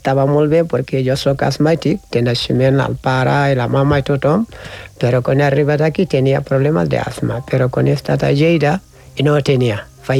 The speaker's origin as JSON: {"language": "Catalan", "country": "Senegal", "said": "Jo penso que com jo sóc del nord del Senegal, de la sabana d'Àfrica, del Senegal"}